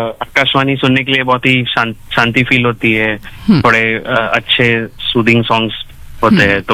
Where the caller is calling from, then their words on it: Mumbai, Maharashtra, India; मैं मुंबई से हूँ।